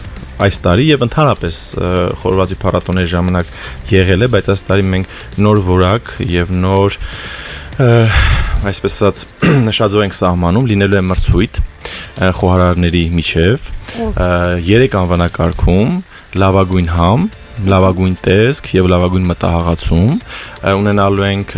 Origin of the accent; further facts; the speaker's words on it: Stepanavan, Lori, Armenia; born there; now in Yerevan, Armenia; ես ծննդով Ստեփանավանից եմ։ Չնայած երկար տարիներ ապրում Երևանում, բայց դա կապ չունի